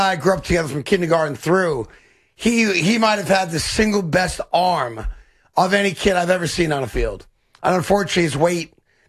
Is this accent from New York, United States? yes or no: yes; Bay Ridge, New York, United States; I come from Bay Ridge.